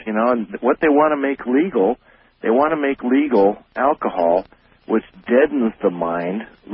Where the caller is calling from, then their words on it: Fresno, California, United States; from Fresno, California.